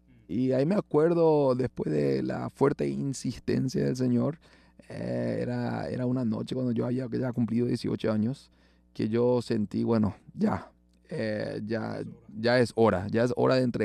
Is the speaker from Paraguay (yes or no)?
yes; Asunción, Paraguay; Yo nací, me crié en Asunción por gran parte de mi vida. Yo soy asunciano de Paraguay.